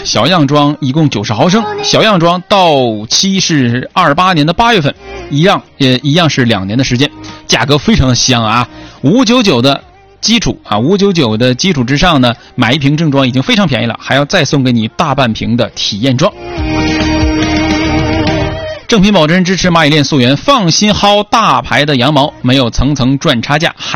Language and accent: Chinese; Songyuan, Jilin, China; 再来说说我老家松原的威尼斯啊，我老家松原有一个叫威尼斯水上乐园的地方